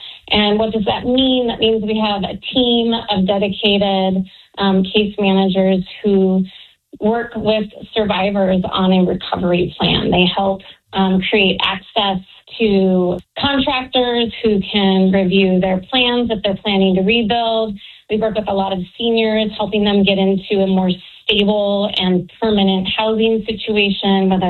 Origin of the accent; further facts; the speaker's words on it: Spokane, Washington, United States; I'm from Spokane